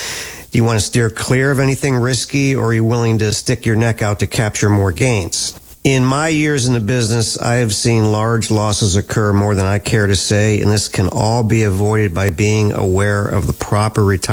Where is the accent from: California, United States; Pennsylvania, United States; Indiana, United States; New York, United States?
Pennsylvania, United States; Harrisburg; I was born and raised in the Harrisburg area, went to school and college locally.